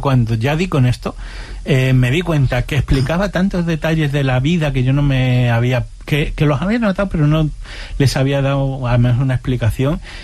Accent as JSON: {"language": "Spanish", "region": "Extremadura", "country": "Spain", "said": "Claro, yo soy extremeño. Mi abuela extremeña de toda la vida, nació en 1820."}